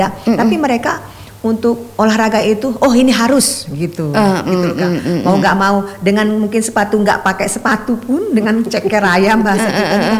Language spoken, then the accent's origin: Indonesian; Aceh, Indonesia; moved away; also born or lived in Bandung, West Java; saya mau balik ke Aceh